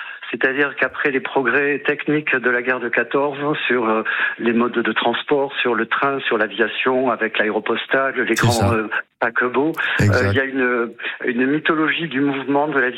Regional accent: Toulouse, Occitanie, France; Je suis toulousain

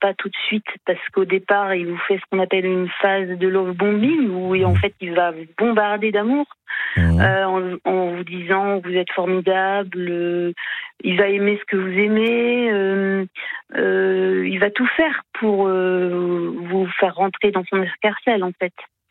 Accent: Brittany, France; born there

